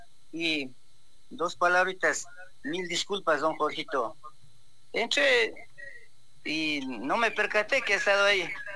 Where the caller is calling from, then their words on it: Cotopaxi, Ecuador; soy de Yactaurco